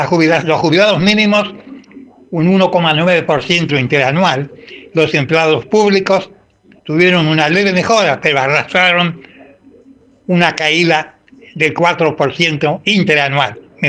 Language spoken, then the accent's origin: Spanish; Santa Fe, Argentina; mi provincia natal, Santa Fe